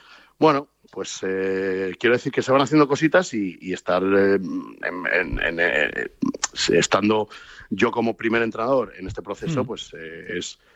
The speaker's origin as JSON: {"language": "Spanish", "country": "Spain", "said": "Obviamente, como español que era, que soy, yo prefería que hubiese ganado el Lolo Sainz"}